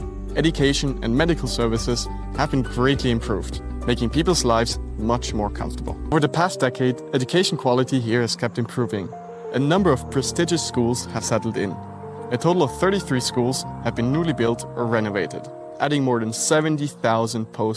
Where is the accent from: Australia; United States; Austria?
Austria; now in Beijing, China; I'm from Austria and I'm a student here at Renmin University of China.